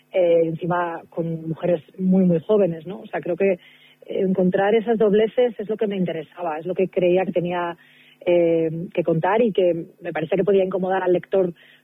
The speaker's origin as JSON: {"language": "Spanish", "town": "Barcelona", "region": "Catalonia", "country": "Spain", "moved": "as an adult", "lives_now": "Madrid, Spain", "said": "porque yo soy de Barcelona. Esto podría estar ambientado en Pedralbes, ¿no? Pero bueno, como llevo 15 años aquí en Madrid"}